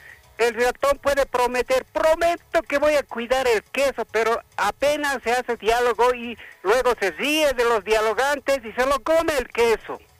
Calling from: La Paz, Bolivia; de La Paz.

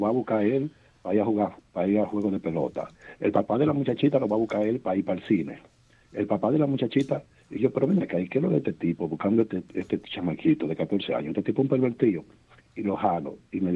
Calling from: Dominican Republic; yo soy dominicano.

